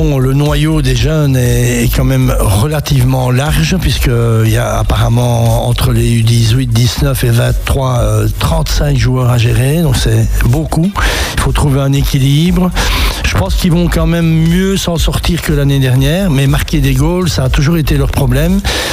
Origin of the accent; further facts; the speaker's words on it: Liège, Wallonia, Belgium; comme on appelle ça chez nous à Liège